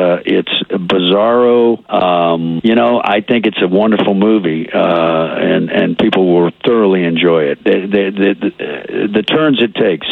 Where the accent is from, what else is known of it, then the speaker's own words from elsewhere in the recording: Marietta, Georgia, United States; moved away; I was born in Marietta, Georgia. I was born in Kennestone Hospital. Raised right there in the shadow of Kennesaw Mountain.